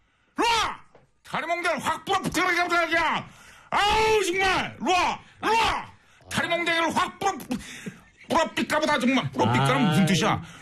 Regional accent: Cheongju, North Chungcheong, South Korea; 아 제가 또 청주 사람이잖아요.

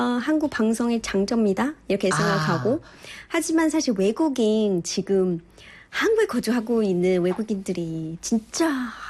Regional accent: China; Korean is a second language; moved away as an adult; now in South Korea

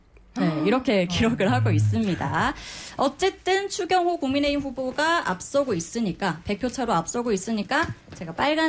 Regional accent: North Jeolla, South Korea; 사실 제가 네, 전라북도 출신입니다.

